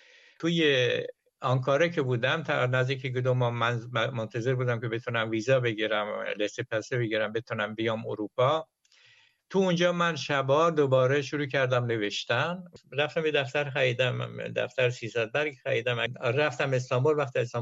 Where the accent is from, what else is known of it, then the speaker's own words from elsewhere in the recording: Iran; born there; moved away as an adult; also born or lived in Tehran, Iran / Ankara, Turkey; مهاجرت اول از ده بود به تهران که من تو سن 13 حدودا نزدیک 14 سال بود که از ده به شهر اومدم، به تهران اومدم.